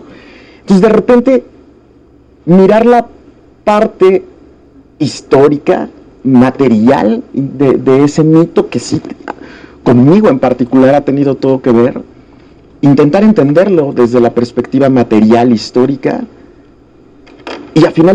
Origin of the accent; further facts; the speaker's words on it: Mexico; en ese afán de entenderme como mexicano